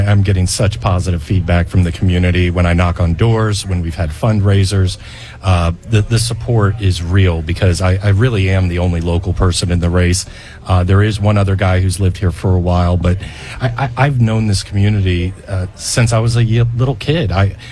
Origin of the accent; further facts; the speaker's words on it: Naples, Florida, United States; born there; also born or lived in Cape Coral; lived in Cape Coral when I was born, even though I was physically born in Naples.